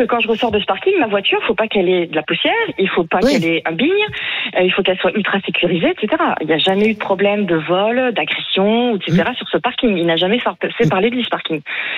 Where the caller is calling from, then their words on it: Montpellier, Occitanie, France; depuis que je suis à Montpellier